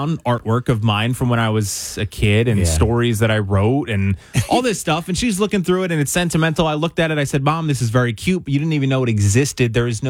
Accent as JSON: {"language": "English", "town": "Chesterfield", "region": "New Jersey", "country": "United States", "tie": "born there", "moved": "as an adult", "said": "we moved from Chesterfield to where they live now."}